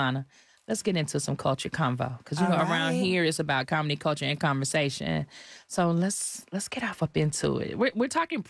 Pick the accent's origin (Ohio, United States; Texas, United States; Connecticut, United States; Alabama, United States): Texas, United States; Houston; I'm from Houston.